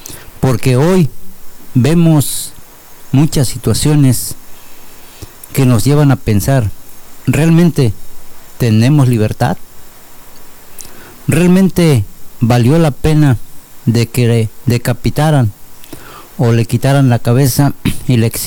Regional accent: Mexico; ¿Qué acaso somos mexicanos solamente un día?

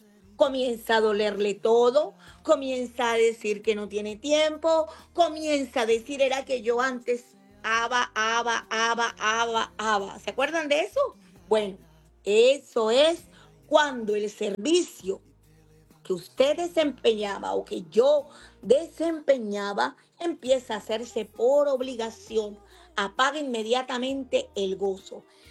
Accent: Santander, Colombia; now in Barranquilla, Colombia; desde el corregimiento de Santa Cruz de la Colina en el municipio de Matanza, en mi tierra, Santander del Sur.

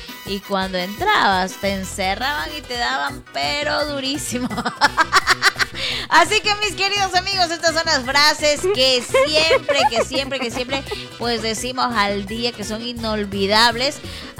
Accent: Ecuador; los ecuatorianos tenemos frases inolvidables

